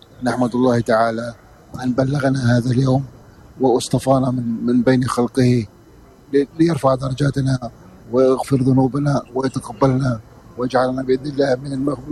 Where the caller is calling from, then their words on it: Bal'a, Tulkarm Governorate, Palestine; من بلعة الكرم.